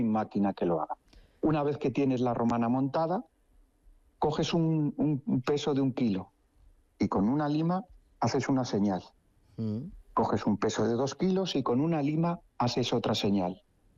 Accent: Salamanca, Castile and León, Spain; la dehesa salmantina de mi tierra

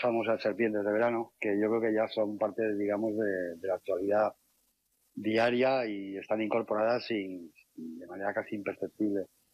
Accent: Alicante, Valencian Community, Spain; moved away; me ha dado tiempo a viajar a mi tierra, a Alicante, a Benidorm

